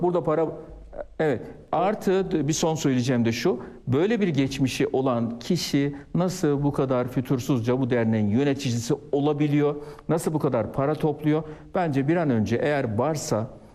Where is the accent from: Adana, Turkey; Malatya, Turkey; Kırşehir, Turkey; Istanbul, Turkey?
Kırşehir, Turkey; Mucur; moved away; memleketimdeki köfteciye, Mucur'da memleketimin adını da vereyim